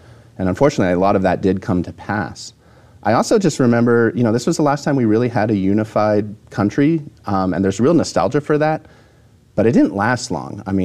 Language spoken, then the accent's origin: English; Maine, United States; And as a rural kid from Maine, I grew up in Maine, and I had never been exposed to Islam at all.